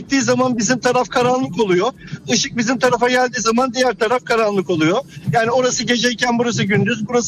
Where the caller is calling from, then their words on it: Istanbul, Turkey; İstanbul.